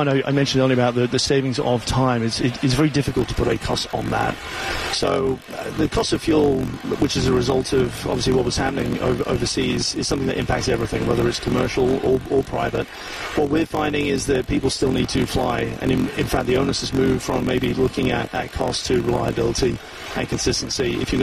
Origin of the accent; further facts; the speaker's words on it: England, United Kingdom; I'm English, so I've been following along too.